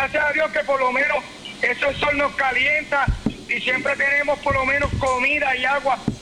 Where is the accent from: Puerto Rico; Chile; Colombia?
Puerto Rico; also born or lived in La Toque; en La Toque, nosotros somos en La Toque, o sea, nosotros somos de La Toque. Nacimos en La Toque, o sea, nacimos en La Toque, pero nos criamos en Río Caña.